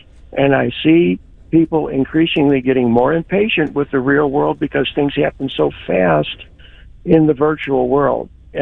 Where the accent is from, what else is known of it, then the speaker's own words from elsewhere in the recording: Black Jack, Missouri, United States; I grew up in North County, St. Louis, in a municipality called Blackjack.